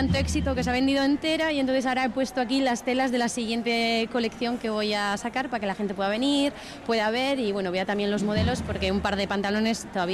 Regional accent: Vitoria-Gasteiz, Basque Country, Spain; moved away as an adult; now in Milan, Italy; yo soy de Vitoria-Gasteiz, vivo entre Vitoria y Milán, aquí al lado.

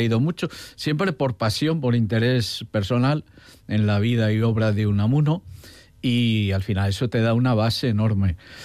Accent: Zamora, Castile and León, Spain; Allí vivía, en Zamora, donde yo me crié

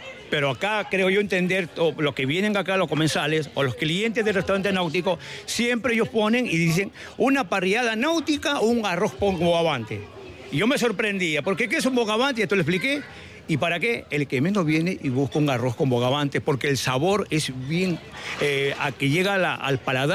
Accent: San Vicente de Cañete, Lima, Peru; now in San Vicente de la Barquera, Spain; Yo soy del Perú, soy de San Vicente de Cañete, que pertenece a Lima, a 2 horas de Lima. De San Vicente de Cañete, venir a trabajar a San Vicente de la Barquera.

